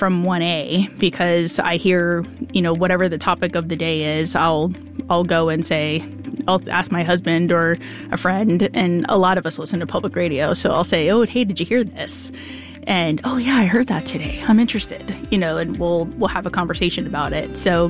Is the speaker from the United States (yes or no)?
yes; Cary, North Carolina, United States; from Cary, North Carolina